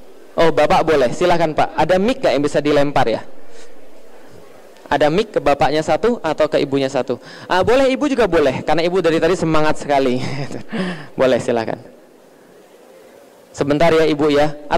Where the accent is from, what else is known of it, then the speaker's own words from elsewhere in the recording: Palembang, South Sumatra, Indonesia; born there; Saya orang Cina, saya lahir di Palembang